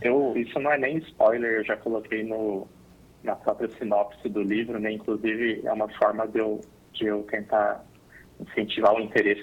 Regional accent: Ribeirão Preto, São Paulo, Brazil; eu sou de Ribeirão Preto, São Paulo

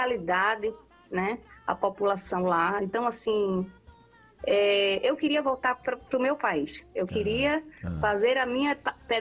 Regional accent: Recife, Pernambuco, Brazil; Eu sou pernambucana, recifense.

